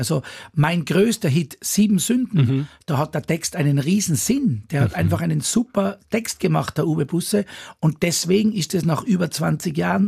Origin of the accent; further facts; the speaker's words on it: Ried im Zillertal, Tyrol, Austria; Genau, in meinem Heimatort in Ried.